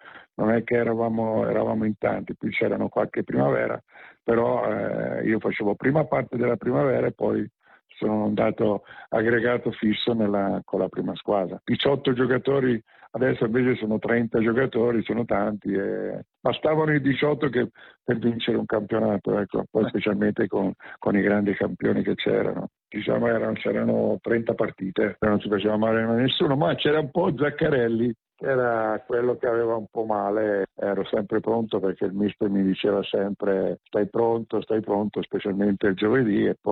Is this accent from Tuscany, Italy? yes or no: yes; Tuscany, Italy; no, sono originario della provincia di Pisa. Mi mettono tutti Siena, ma io no. Provincia di Pisa io.